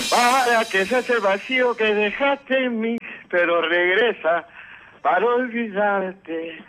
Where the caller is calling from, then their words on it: Lima, Peru; De Los Olivos